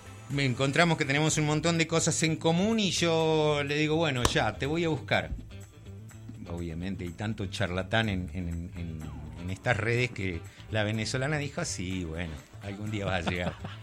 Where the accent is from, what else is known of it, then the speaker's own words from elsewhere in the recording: Bahía Blanca, Buenos Aires Province, Argentina; Primero a reconocer mi país que no conocía. Me llevó 9 años conocer el norte. Yo soy de la Patagonia, digamos. Bahía Blanca es...